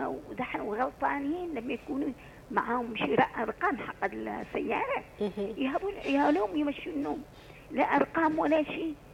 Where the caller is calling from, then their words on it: Aden, Yemen; عندنا بعدن كريتر